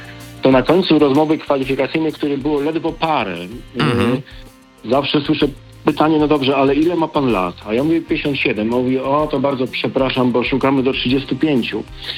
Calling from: Warsaw, Masovian Voivodeship, Poland; dzwonię z Warszawy. Ja nie wiem, czy życie staruszka jest wesołe, ponieważ jeszcze nim nie jestem. Mam 57 lat

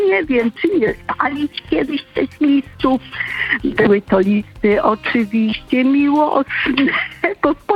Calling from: Lower Silesian Voivodeship, Poland; On z Górnego Śląska, ja z Dolnego Śląska.

